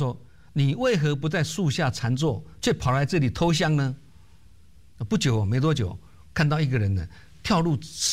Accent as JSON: {"language": "Chinese", "region": "Keelung", "country": "Taiwan", "tie": "born or raised there", "said": "以前我小时候呢，我老家是在基隆，"}